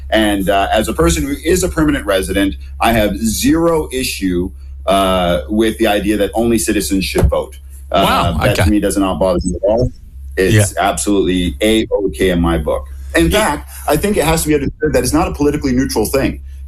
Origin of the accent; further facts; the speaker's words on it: Canada; moved away as an adult; now in New Zealand; I'm immigrating from Canada.